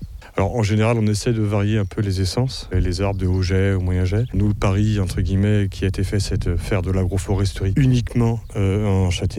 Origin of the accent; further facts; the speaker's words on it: Pays de la Loire, France; chez nous, en Vendée, dans les Mauges